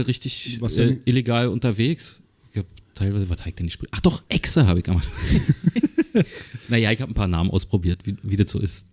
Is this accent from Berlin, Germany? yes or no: yes; Berlin, Germany; Ich bin in Köpenick groß geworden, genauso wie du.